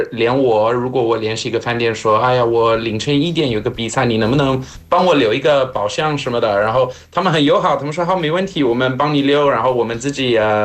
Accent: South Africa; Chinese is a second language; now in Nantong, China; 他们都知道我父亲来自葡萄牙，母亲来自法国，我是在南非长大

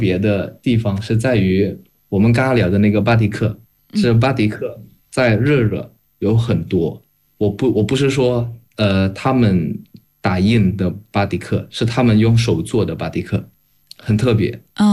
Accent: Jakarta, Indonesia; 因为我在雅加达长大，所以在雅加达我看到的是高楼大厦，我看到的是堵车，我看到的是摩托车

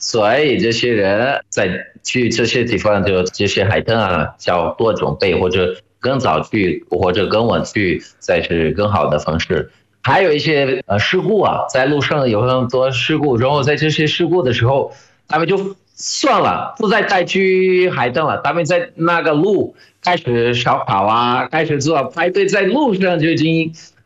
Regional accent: Brazil; moved away; 但是我的老家也不是桑巴舞的，是另外的舞蹈，叫 Frevo。

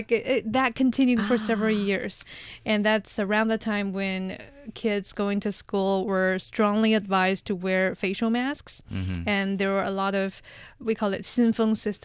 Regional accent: Beijing, China; I think as a Beijinger, we definitely share that because the smell in the air used to be a big topic when

